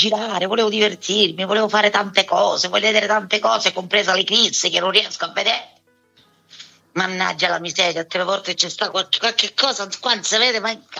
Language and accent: Italian; Galatina, Apulia, Italy; born there; io sono nata a Galatina, provincia di Lecce, un paesino, una cittadina molto bella, e nel sud.